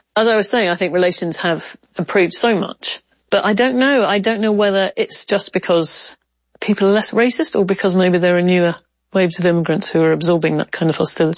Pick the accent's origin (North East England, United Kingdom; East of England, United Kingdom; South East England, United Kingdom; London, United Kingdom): South East England, United Kingdom; Canterbury; born there; also born or lived in Wales / Ireland; Well, I was born in Canterbury, and then I moved to Wales, and then I moved to Ireland, and yeah, it's very complicated.